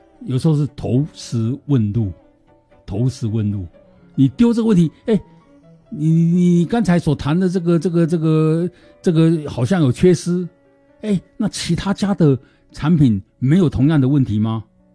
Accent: Taiwan; 他有时候我们台湾话有讲说闲货才是买货人嘛。

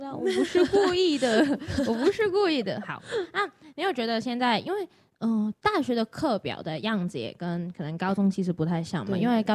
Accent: Hong Kong; 我也没有特别想要跟大家分享我是香港人怎样

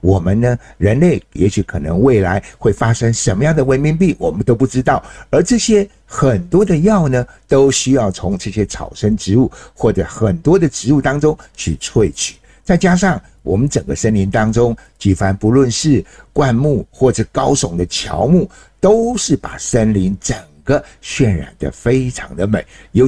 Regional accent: Miaoli County, Taiwan; 来到了我老家。我老家最有名的就是嘉里山，

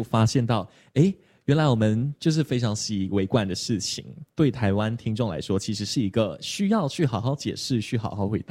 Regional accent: Malaysia; now in Taiwan; 是跟我同样一样来自马来西亚

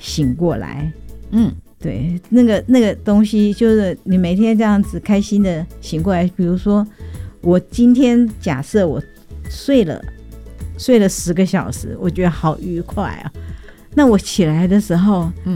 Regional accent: Taiwan; 我们台湾话说做裸

